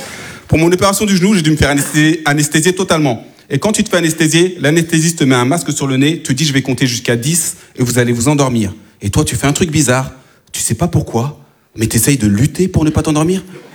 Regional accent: France; born there; Je lui dis non madame, je suis pantillais, je suis d'origine malienne. Elle me dit c'est bizarre parce que vous parlez bien français. J'ai dit, madame, si je parle bien français, c'est peut-être parce que je suis né en France

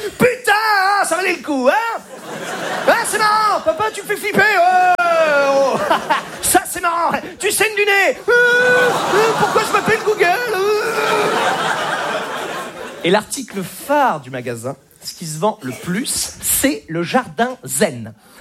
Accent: Normandy, France; now in Paris, France; Moi, à la base, je viens de Normandie.

